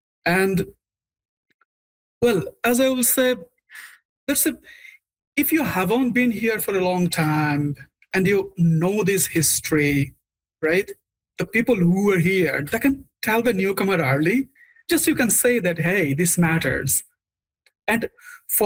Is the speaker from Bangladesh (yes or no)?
yes; Bangladesh; As you already know that I'm from Bangladesh, right?